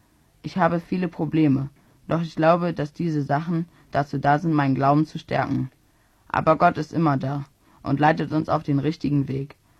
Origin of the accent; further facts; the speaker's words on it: Hennef, North Rhine-Westphalia, Germany; momentan Praktikant bei Neues Leben. Ich komme aus Hennef in der Nähe von Siegburg und gehe auf die Freichristliche Gesamtschule Rhein-Sieg. Zurzeit gehe ich in die 8. Klasse